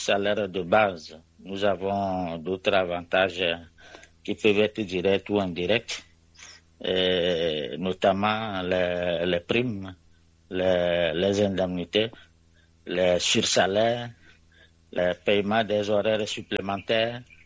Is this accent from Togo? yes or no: yes; Togo; chez nous, au Togo